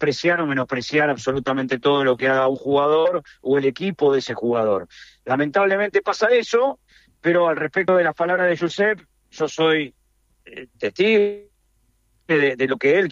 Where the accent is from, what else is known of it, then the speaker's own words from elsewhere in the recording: Argentina; somos argentinos